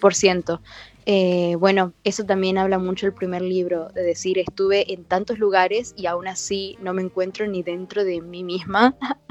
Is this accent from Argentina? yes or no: yes; Tucumán, Argentina; born there; moved away; en la provincia donde yo nací, en Tucumán